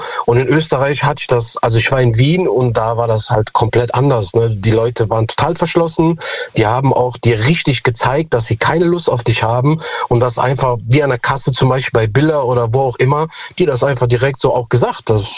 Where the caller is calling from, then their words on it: Cologne, North Rhine-Westphalia, Germany; Ich bin aus Köln.